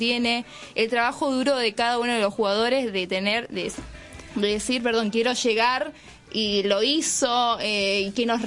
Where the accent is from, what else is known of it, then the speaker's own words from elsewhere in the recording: San Martín, Buenos Aires Province, Argentina; yo soy de San Martín y vivo sobre la misma calle que Enzo Fernández.